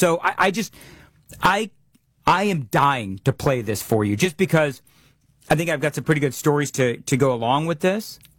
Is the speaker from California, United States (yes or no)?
yes; California, United States; I grew up in California.